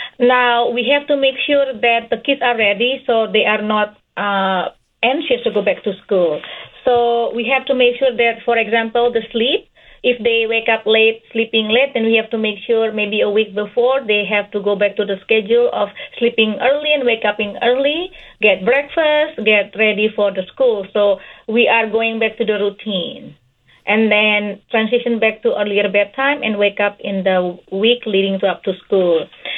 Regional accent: Indonesia; English is a second language; moved away as an adult; But I grew up in Indonesia. I did my medical school there and I did my residency here.

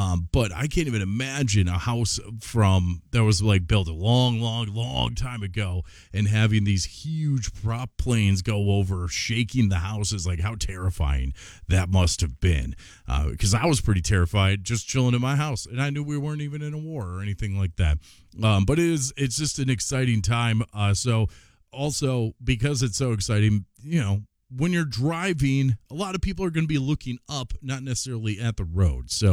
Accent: Wisconsin, United States; I grew up here in Northeast Wisconsin. I grew up like three blocks away from this radio station, to be exact.

